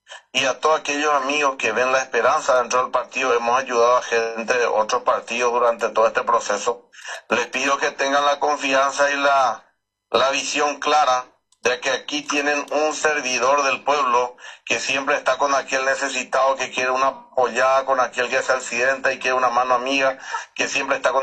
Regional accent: Carapeguá, Paraguarí, Paraguay

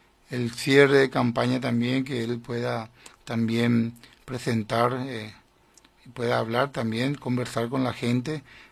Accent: Carapeguá, Paraguarí, Paraguay; como ciudadano carapegüeño, como paraguayo que somos.

